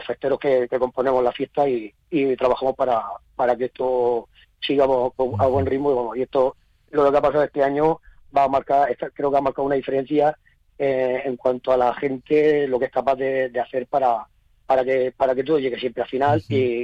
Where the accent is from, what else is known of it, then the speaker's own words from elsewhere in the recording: Abanilla, Region of Murcia, Spain; en mi pueblo natal, en Abanilla